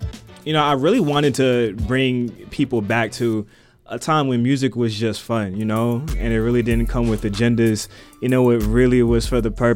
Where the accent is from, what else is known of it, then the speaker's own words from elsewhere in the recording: Blackstone, United States; I'm from Blackstone, a town of 3,000 people.